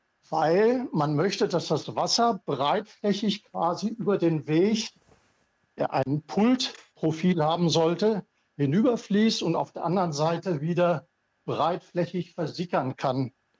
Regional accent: North Rhine-Westphalia, Germany; moved away; ich komme gebürtig aus Nordrhein-Westfalen

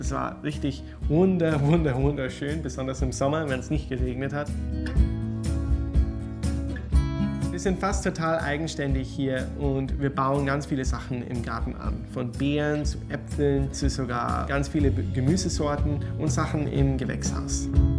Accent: Munster, Ireland; Ich bin in West Cork in Irland aufgewachsen und das Leben hier ist total interessant. Nicht irgendwie städtlich, total off-grid, würden wir sagen. Scharfe Berge, richtig schönes Meer, windige Tage, regnerische Tage.

